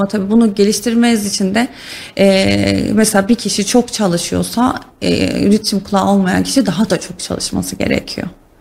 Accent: Ankara, Turkey; moved away as an adult; now in Kayseri, Turkey; Memleketimde kalmak isterim. Mesela Ankara'da kalmak isterim.

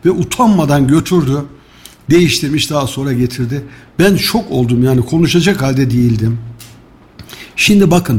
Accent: Kayseri, Turkey; Sonra dedim ki ya ben Kayseri'liyim yani, damarımız tuttu bu işte.

